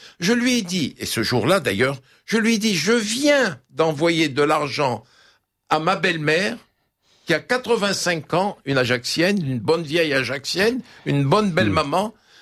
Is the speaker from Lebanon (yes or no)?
yes; Lebanon; Je suis Libanais.